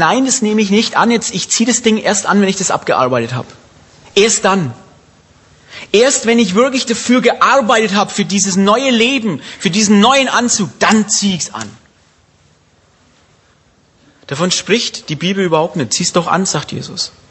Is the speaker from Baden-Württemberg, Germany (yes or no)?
no; Bavaria, Germany; Man merkt auch, man muss als Franke essen wir gern Klöße, ne? Ich weiß nicht, was man hier gern isst, aber bei uns essen wir gern Klöße.